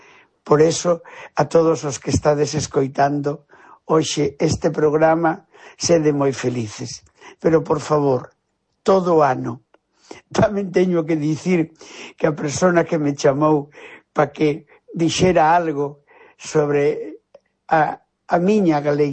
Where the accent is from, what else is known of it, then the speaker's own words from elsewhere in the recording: Galicia, Spain; eu, dende lonxe da terra, sempre penso que son galego todo ano.